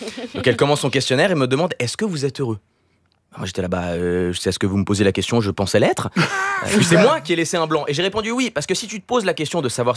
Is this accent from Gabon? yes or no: no; Switzerland; Bon, moi je peux pas, je suis suisse.